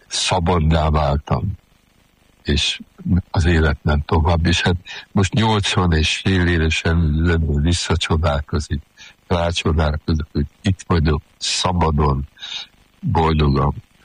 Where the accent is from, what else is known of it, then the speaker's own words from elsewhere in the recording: Sopron, Győr-Moson-Sopron, Hungary; de hát én soproni vagyok, és volt nekünk a 16-17. Században egy kiváló humanista polgármesterünk, Lakner Kristóf.